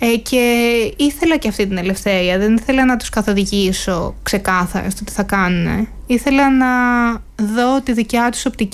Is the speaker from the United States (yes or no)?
no; Greece; first language Greek; καθότι είναι η μητρική μου γλώσσα, είναι το περιβάλλον στο οποίο κινούμε, η Ελλάδα.